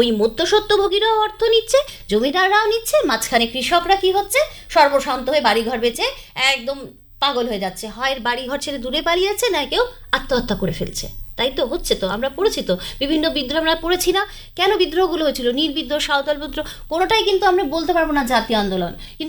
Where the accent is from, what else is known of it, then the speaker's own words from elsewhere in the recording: India; কিন্তু আমরা একটা ভারতীয়, আমরা তো জন্ম থেকে ইংলিশ শিখে বড় হইনি, আমাদের মাতৃভাষা আমরা পড়াশোনা করেছি